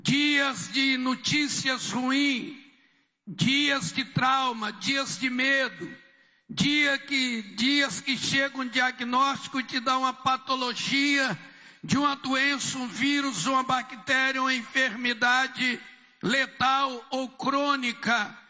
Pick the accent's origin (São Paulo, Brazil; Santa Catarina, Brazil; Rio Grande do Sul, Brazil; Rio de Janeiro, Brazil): Rio de Janeiro, Brazil; Nova Iguaçu; Eu sou natural do Rio de Janeiro, nasci na Baixada Fluminense, Nova Iguaçu. Sou de uma família de nordestino, meu pai e minha mãe são do Rio Grande do Norte. Casaram e mudaram para o Rio e ali eu nasci.